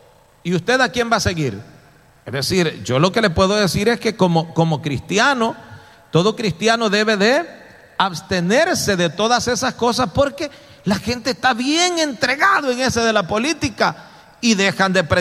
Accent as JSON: {"language": "Spanish", "country": "El Salvador"}